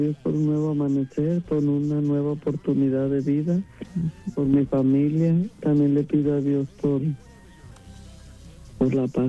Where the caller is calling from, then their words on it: Bolingbrook, Illinois, United States; Te hablo de Illinois, de Bolingbrook, Illinois.